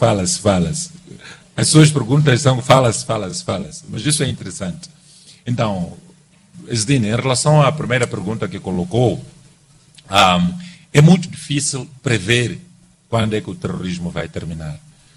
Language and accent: Portuguese; Mozambique